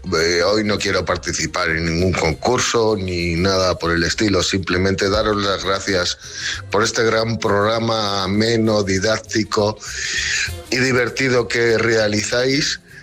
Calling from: Madrid, Community of Madrid, Spain; de Madrid.

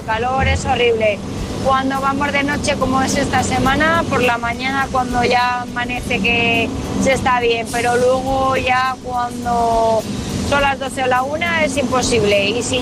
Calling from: Chiva, Valencian Community, Spain; de Chiva.

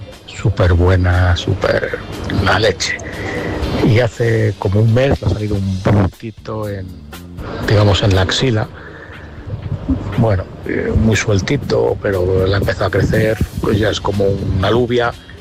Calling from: Segovia, Castile and León, Spain; de Segovia.

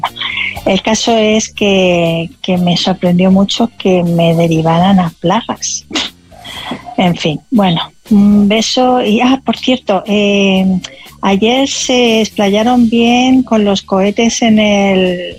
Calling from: Alcalá de Henares, Community of Madrid, Spain; de Alcalá.

